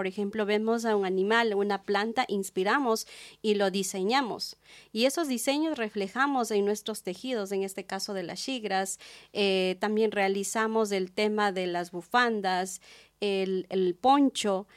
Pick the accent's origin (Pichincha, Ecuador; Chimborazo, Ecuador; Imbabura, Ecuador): Chimborazo, Ecuador; now in Germany; soy de Ecuador, de Pueblo Puruá, de la provincia de Chimborazo. Un gusto de estar compartiendo con cada uno de ustedes aquí en Alemania.